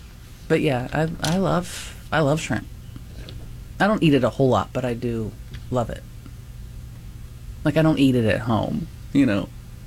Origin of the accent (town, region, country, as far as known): Indiana, United States; born there; now in Los Angeles, United States